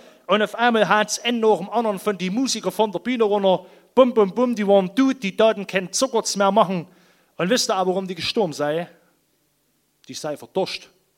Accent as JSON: {"language": "German", "town": "Thum", "region": "Saxony", "country": "Germany", "said": "Also, wir kommen ja nur aus der Haupt- und Weltstadt Thum im Erzgebirge."}